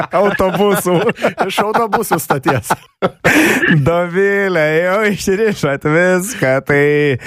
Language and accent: Lithuanian; Pivašiūnai, Alytus County, Lithuania; taip mes iš Alitaus abu krašto, aš iš Pivašių